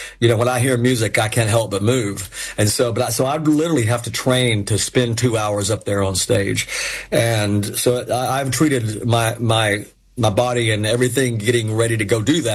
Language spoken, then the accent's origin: English; Knoxville, Tennessee, United States; Growing up in East Tennessee and in Knoxville, we didn't have a pro allegiance to anything. It was all just Tennessee football. And we grew up out in the country